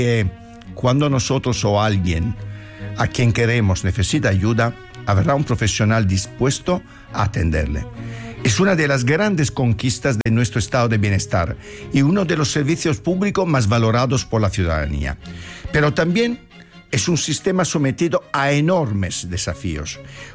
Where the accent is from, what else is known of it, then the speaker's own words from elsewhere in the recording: Italy; Spanish is a second language; now in Spain; y lo digo también como italiano, que viene de otro país